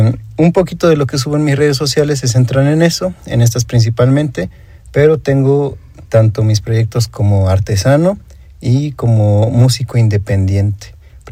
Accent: Mexico

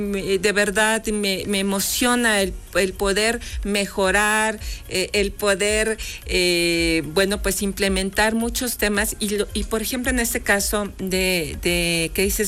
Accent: Puebla, Mexico; porque yo me sumo a todo, porque soy poblana, así me siento parte de todos estos proyectos

